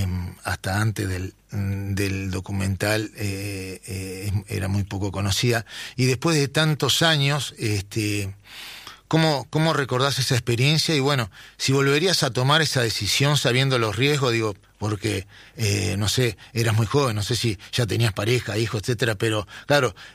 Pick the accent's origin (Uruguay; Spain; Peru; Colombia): Uruguay; el 40% de los uruguayos tenemos ascendencia italiana.